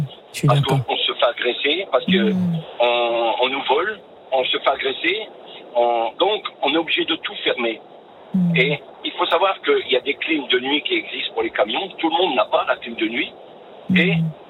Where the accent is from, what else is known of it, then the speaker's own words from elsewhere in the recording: Dunkirk, Hauts-de-France, France; Je suis de Dunkerque, je suis chauffeur routier